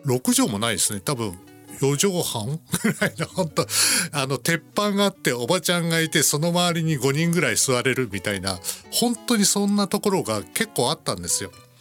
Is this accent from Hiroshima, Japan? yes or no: yes; Hiroshima, Japan; moved away; 私は広島出身なんですけれども、